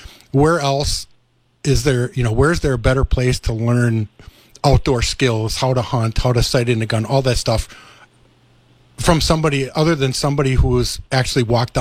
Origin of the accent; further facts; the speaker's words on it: Milwaukee, Wisconsin, United States; my life growing up in Milwaukee along the Milwaukee River